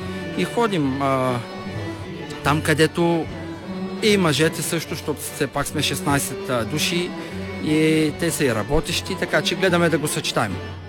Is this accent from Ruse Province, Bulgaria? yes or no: no; Velingrad, Pazardzhik Province, Bulgaria; Общо взето от родопския град сме Велинград